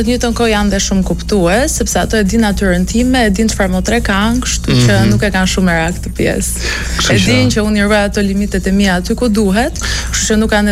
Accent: Durrës, Durrës County, Albania; unë të prindit e mi jemi lindur e rritur në Durrës

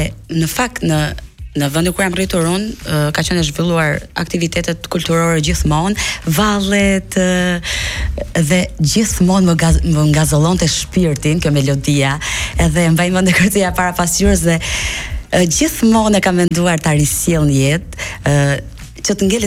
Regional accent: Mirdita, Lezhë County, Albania; unë jam rritur në Mirëditë.

